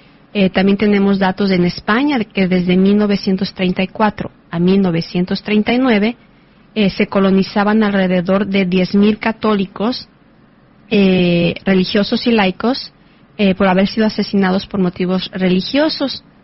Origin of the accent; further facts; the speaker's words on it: Mexico; los que somos mexicanos